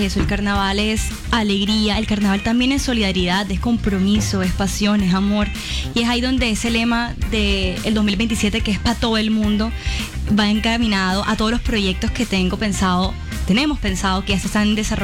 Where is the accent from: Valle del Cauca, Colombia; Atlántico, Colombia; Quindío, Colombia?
Atlántico, Colombia; Barranquilla